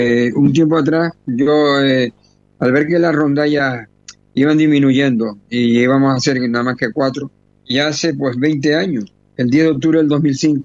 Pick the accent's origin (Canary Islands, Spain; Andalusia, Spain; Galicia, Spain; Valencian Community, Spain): Canary Islands, Spain; Santa Cruz de Tenerife; Yo soy del Toscal y vivo en el Toscal.